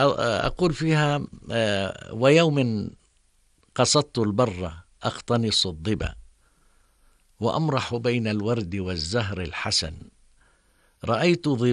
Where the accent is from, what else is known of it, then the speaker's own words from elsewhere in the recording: Jordan; هنا عندنا في الأردن